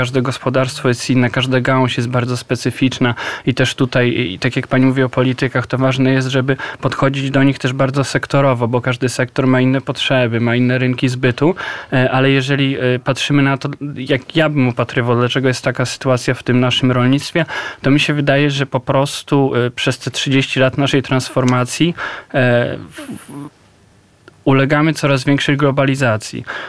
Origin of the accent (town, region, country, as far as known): Podlaskie Voivodeship, Poland; born there